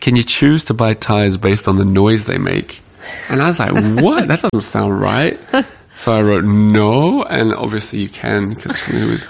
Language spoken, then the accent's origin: English; Australia; now in France; I'm Australian.